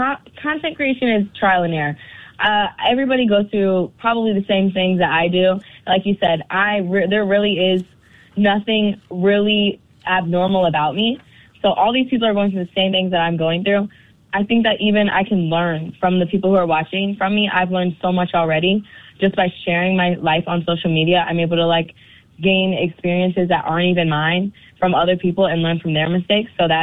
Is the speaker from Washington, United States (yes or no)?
no; Illinois, United States; now in Arizona, United States; I moved from Illinois to Arizona, so that right there is a big culture shock in itself.